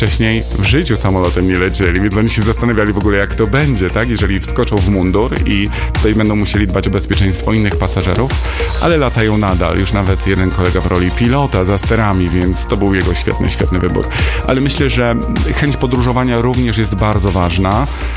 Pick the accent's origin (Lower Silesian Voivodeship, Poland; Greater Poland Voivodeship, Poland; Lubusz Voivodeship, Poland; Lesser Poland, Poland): Lesser Poland, Poland; Nowy Sącz; I ja powiedziałem, że faktycznie urodziłem się w Nowym Sączu i to moje rodzinne miasto, do którego zawsze z sentymentem wracam.